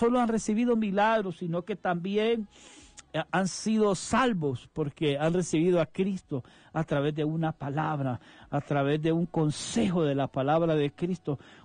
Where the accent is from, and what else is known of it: Honduras